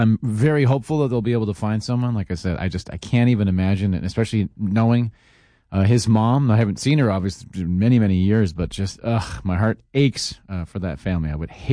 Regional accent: Calgary, Alberta, Canada; moved away; Like, I'm from Calgary

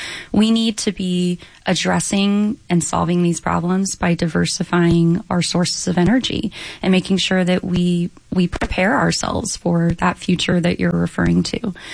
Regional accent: Corpus Christi, Texas, United States; moved away; Growing up in Corpus

